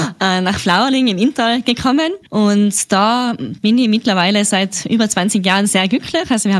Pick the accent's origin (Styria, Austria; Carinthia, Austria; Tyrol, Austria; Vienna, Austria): Tyrol, Austria; Seefeld in Tirol; moved away as an adult; now in Flaurling, Austria; Ich bin ein typisches Gasthauskind vom Seefeld Labrador. Bin da im Restaurant meiner Familie aufgewachsen